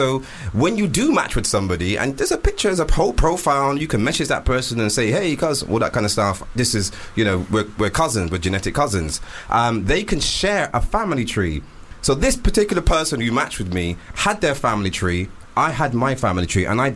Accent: Bristol, South West England, United Kingdom; from my hometown, from Bristol

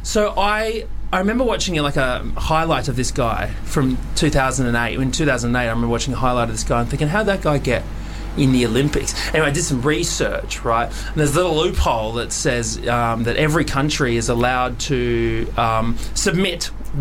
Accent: Australia; Yeah, I'm Aussie.

